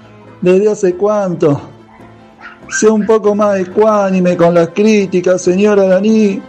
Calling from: Santo Tomé, Argentina; de Santo Tomé.

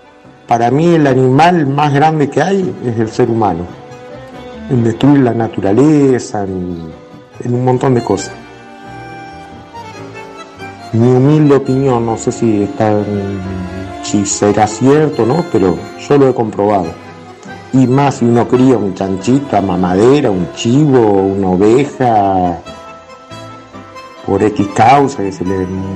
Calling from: Cululú, Santa Fe, Argentina; Un año en el río viviendo y por un tema de una enfermedad me vine al pueblito acá de Cululú, muy humilde.

